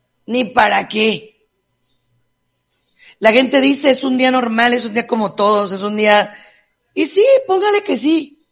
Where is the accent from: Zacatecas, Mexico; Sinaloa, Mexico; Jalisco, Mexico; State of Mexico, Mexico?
Zacatecas, Mexico; Jerez; moved away; Yo tuve el honor de nacer en un pueblo que amo mucho. Bueno, es que ya ni siquiera sé si es pueblo o ciudad, pero lo amo mucho. Yo soy de Zacatecas, yo soy de Jerez, Zacatecas.